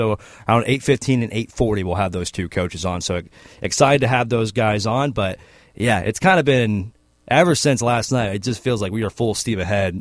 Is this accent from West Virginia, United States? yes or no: yes; Huntington, West Virginia, United States; moved away; Charles Huff is now the head coach, which he was the coach at Marshall, which is originally where I'm from, and it's kind of my main team because that's my hometown.